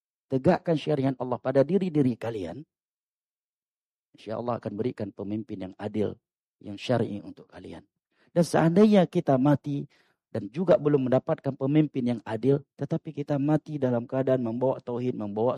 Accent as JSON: {"language": "Indonesian", "region": "Aceh", "country": "Indonesia", "said": "sebagai orang Aceh."}